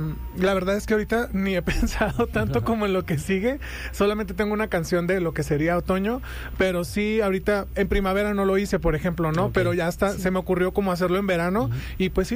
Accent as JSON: {"language": "Spanish", "town": "Tijuana", "region": "Baja California", "country": "Mexico", "said": "soy un cantante de Tijuana"}